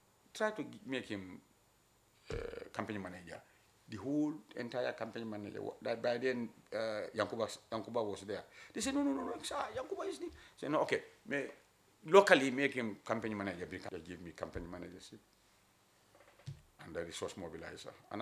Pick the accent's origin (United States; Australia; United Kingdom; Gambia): Gambia; North Bank; I am from Badibu.